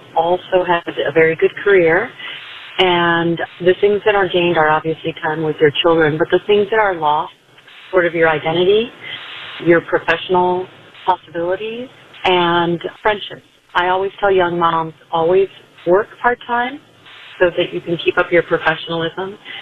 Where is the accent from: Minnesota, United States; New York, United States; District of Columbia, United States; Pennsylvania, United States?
District of Columbia, United States; Washington; I'm from Washington, D.C.